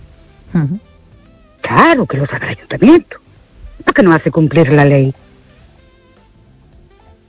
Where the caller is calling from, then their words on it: Ourense, Galicia, Spain; de Ourense.